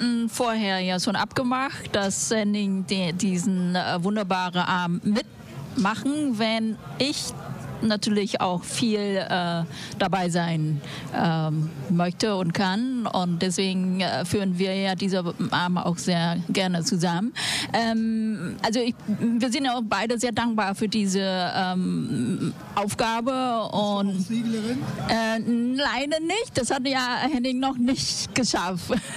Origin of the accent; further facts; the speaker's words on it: Vietnam; Da, ja, ich bin Vietnamesen.